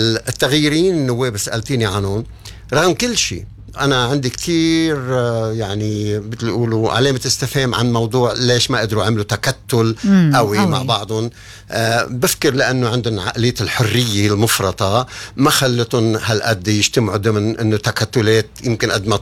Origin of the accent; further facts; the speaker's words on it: Lebanon; moved away; نحن كلبنانية